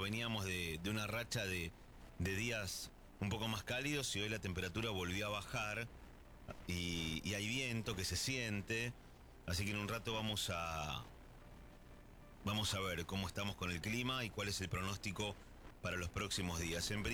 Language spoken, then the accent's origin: Spanish; Argentina